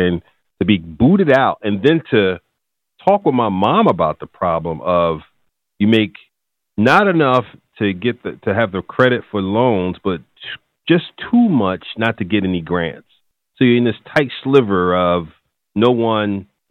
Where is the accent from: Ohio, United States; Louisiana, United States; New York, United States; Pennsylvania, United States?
Pennsylvania, United States; Philadelphia; Well, you know, North Philly was tough back then.